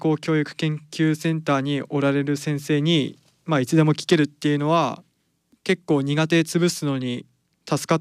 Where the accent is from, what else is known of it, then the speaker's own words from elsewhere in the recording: Toyama, Japan; 僕富山から来ました。